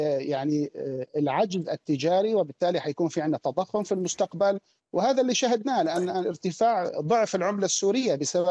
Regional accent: Kuwait; يعني عندنا في الكويت الجمعيات التعاونيه دائما ما تقدم اسعار اقل

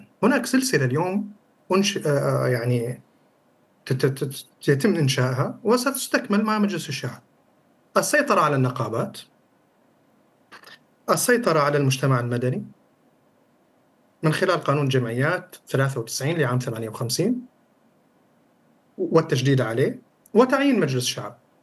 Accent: Syria; هم غالبا وفق كل ما وثقناه كسوريين منتهكين.

